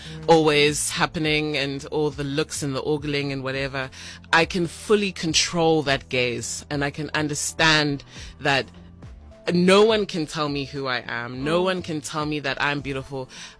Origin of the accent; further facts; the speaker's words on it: Johannesburg, Gauteng, South Africa; I grew up in Johannesburg, so my parents did, you know, the good thing of working to get out of the township to send their kids to the best of schools. And I grew up in very white environments